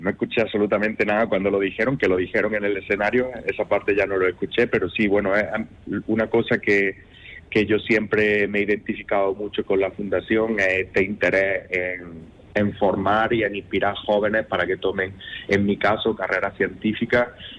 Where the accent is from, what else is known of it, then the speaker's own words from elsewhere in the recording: Priego de Córdoba, Andalusia, Spain; en mi pueblo, en Priego de Córdoba